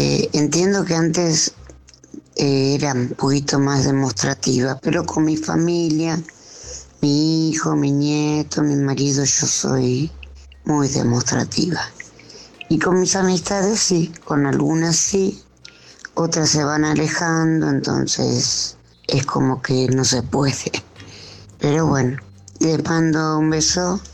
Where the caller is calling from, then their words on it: Morón, Buenos Aires Province, Argentina; de Morón.